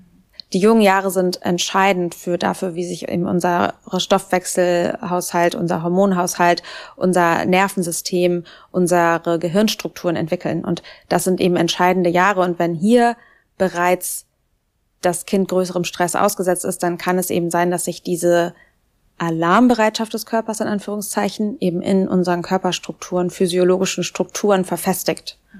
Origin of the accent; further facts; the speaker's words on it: North Rhine-Westphalia, Germany; Also es war nicht mal so, dass ich den Ort nicht mochte, wo ich aufgewachsen bin oder da keine Wurzeln hatte, aber irgendwie gab es für mich so keine Zukunft dort.